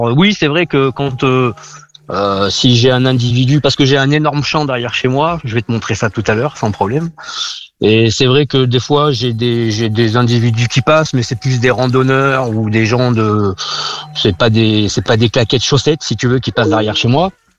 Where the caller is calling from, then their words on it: Limoges, Nouvelle-Aquitaine, France; chez nous à Limoges